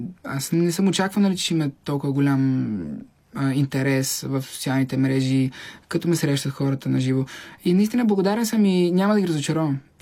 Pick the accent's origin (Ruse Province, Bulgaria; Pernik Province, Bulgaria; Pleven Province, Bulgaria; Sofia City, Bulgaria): Pleven Province, Bulgaria; Pleven; Да, аз съм от Плевен